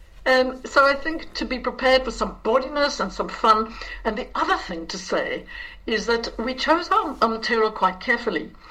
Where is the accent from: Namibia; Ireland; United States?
Ireland; Dún Laoghaire, Leinster; I'm South African Irish.